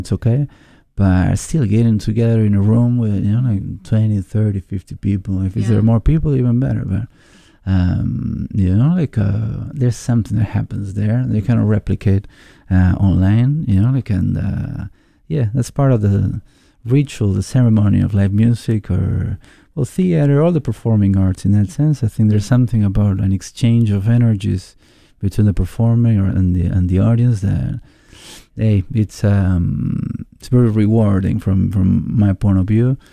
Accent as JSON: {"language": "English", "region": "Buenos Aires", "country": "Argentina", "tie": "born or raised there", "lives_now": "United States", "said": "me particularly, I was born here in the States and grew up in Buenos Aires, Argentina. That's where I picked up the accent."}